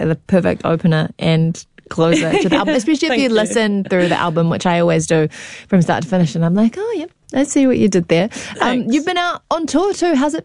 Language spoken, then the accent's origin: English; Raglan, Waikato, New Zealand; you've got a show in my hometown, in Raglan.